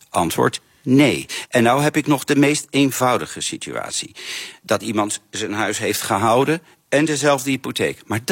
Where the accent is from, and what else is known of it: Netherlands